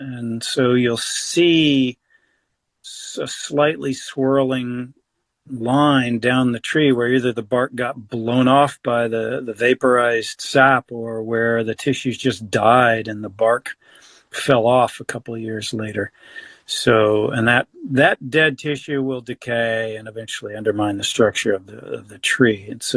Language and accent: English; Texas, United States; moved away; A tree I grew up with in Texas